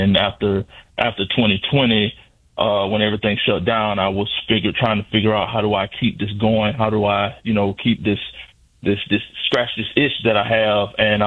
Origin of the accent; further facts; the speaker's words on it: Georgia, United States; moved away as an adult; now in Illinois, United States; in the Peoria, Illinois area. I'm originally from Georgia. I kind of transplanted up to Illinois, around 2012.